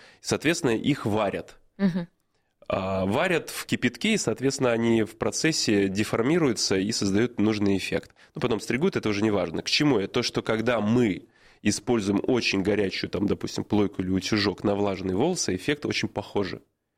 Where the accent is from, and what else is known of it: Belarus; moved away as an adult